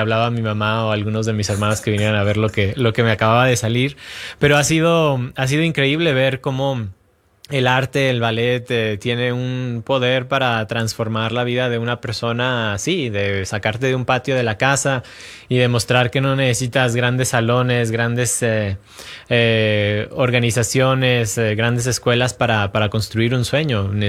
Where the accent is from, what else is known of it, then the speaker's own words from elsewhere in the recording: Mexico; Sí, es algo bien especial porque como mexicano desde niño, cuando empecé a viajar, empecé a hacer competencias